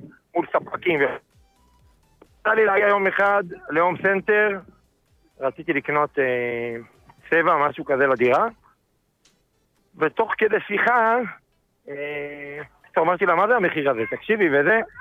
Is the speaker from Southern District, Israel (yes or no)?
yes; Ofakim, Southern District, Israel; לא, מאופקים.